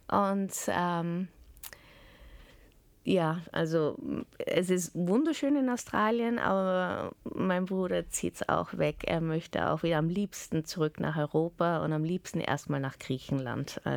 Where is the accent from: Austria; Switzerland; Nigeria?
Nigeria; Port Harcourt; also born or lived in Lagos; Und dann haben sie gefragt, wo ich aufgewachsen bin. Habe ich gesagt, eben Port Harcourt, Lagos und so weiter.